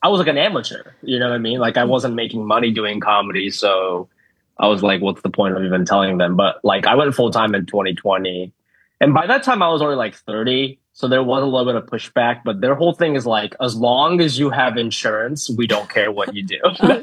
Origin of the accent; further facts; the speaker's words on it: Hilliard, Ohio, United States; moved away as an adult; growing up in Hilliard